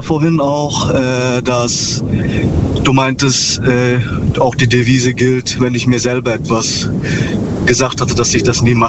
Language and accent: German; Ravensburg, Baden-Württemberg, Germany; Aus Ravensburg.